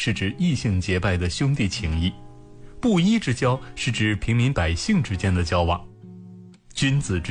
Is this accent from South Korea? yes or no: no; China